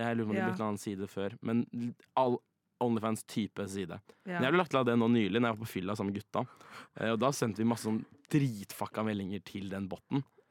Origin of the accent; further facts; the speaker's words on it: Trøndelag, Norway; Jeg kommer fra Trøndelag